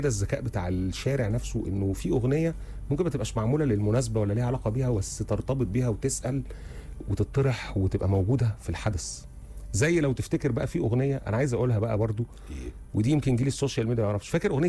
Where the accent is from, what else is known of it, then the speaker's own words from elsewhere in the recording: Egypt; احنا اصلا كمصريين